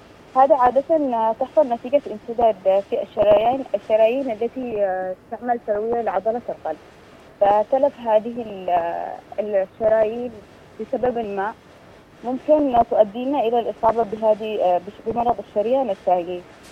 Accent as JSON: {"language": "Arabic", "region": "Aden", "country": "Yemen", "said": "بالاسم الدارج عندنا بعدن"}